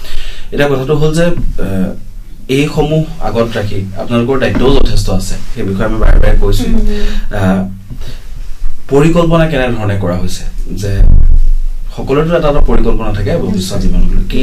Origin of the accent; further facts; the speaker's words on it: Kaliabor, Assam, India; এতিয়া মোৰ গাঁওখনৰ কথাই কওঁ, মই গলিয়াবৰ পৰা আহিছোঁ, মোৰ গাঁওখনত এনে বহু ল'ৰা ছোৱালী আছে